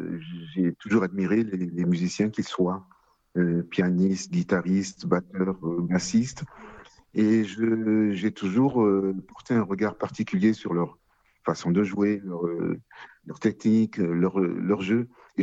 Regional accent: Porto-Novo, Ouémé, Benin; born there; je suis né en terre d'Afrique subsaharienne. Je suis né précisément à Porto Novo, en 1960, et à cette époque-là, d'ailleurs, ça ne s'appelait pas encore le Bénin, c'était le Dahomey.

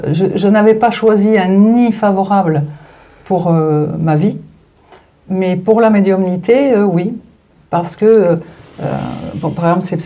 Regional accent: Calvi, Corsica, France; donc je suis corse et on habitait à Calvi.

